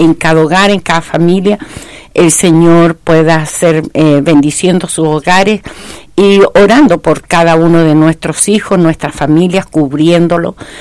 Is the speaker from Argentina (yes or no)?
no; Chile; vivimos en Chile, porque somos chilenos.